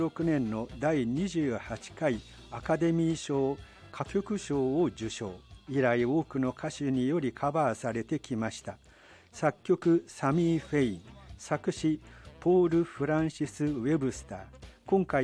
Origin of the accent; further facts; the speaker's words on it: Osaka, Japan; 担当はチャキチャキのなにわっ子、市民スタッフの